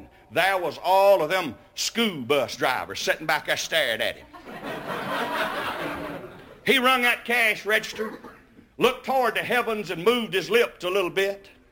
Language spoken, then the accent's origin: English; Mississippi, United States; Where I grew up in Abbott County, Mississippi, we had two country stores.